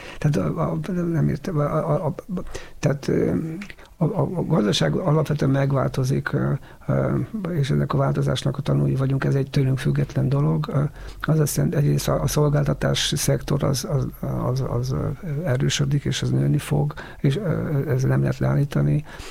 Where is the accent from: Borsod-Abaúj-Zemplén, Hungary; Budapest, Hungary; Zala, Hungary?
Zala, Hungary; Zalaegerszeg; zalaegerszegi vagyok